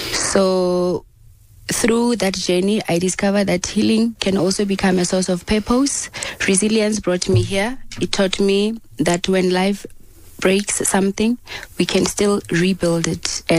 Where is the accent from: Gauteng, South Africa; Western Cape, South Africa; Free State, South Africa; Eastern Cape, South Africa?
Free State, South Africa; Bloemfontein; first language Sesotho; English is a second language; moved away as an adult; now in Tweefontein, South Africa; I'm actually from Bloemfontein, meaning I'm from Free State.